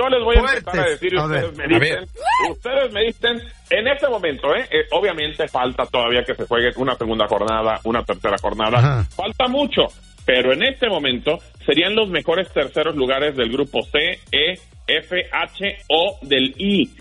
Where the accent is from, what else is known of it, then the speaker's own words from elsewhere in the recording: Mexico; Cosas que no deben de pasar y de verdad que no son parte de los festejos que debemos de entender como mexicanos, que nos vemos mal, que esa imagen damos al mundo.